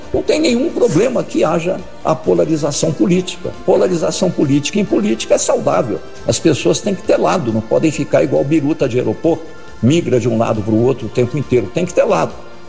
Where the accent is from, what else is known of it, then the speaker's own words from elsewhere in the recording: Minas Gerais, Brazil; o eleitor da minha terra, Minas Gerais.